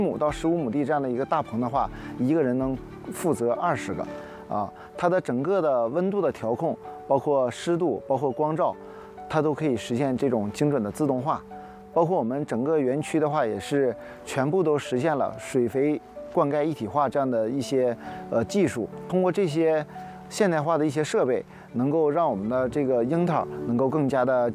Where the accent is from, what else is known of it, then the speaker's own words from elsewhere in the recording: China; 这个是我们中国人种的啊，我们的基地就在辽宁省大连市